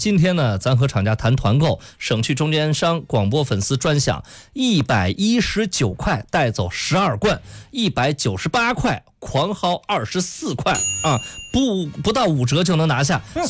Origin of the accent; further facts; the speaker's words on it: Luoyang, Henan, China; 为我的家乡洛阳代言。